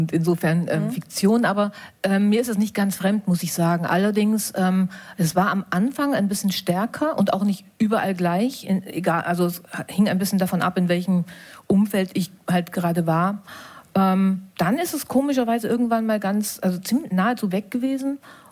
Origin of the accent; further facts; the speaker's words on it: East Germany, Germany; wir so, ey, wir sind eigentlich auch aus der DDR ursprünglich und so.